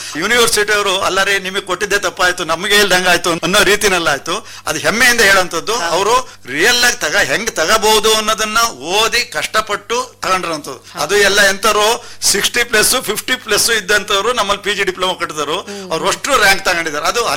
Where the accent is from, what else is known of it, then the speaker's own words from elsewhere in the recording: South India, India; ನಾವು ಕರ್ನಾಟಕದಲ್ಲಿ ನಾವಿರೋದು, ಈಗ ನಾವಿರೋದೆಲ್ಲ ಸೌತ್ ಇಂಡಿಯಾದವರು